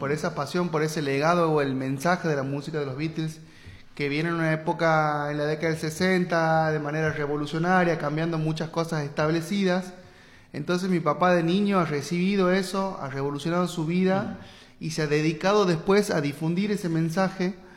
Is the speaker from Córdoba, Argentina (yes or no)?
no; Santiago del Estero, Argentina; now in Buenos Aires, Argentina; Yo soy del barrio Autonomía